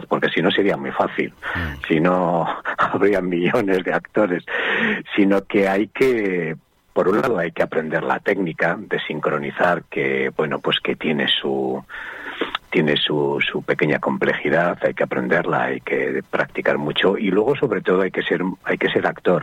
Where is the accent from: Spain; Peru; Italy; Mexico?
Spain; Castro Urdiales, Cantabria; yo soy de Cantabria, soy de Castro Urdiales